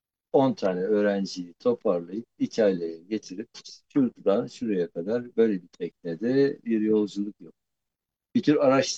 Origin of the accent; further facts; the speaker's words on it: Eskişehir, Turkey; Peki madem sudan söz ediyoruz, gel Eskişehir'i konuşalım. Ben Eskişehir doğumluyum.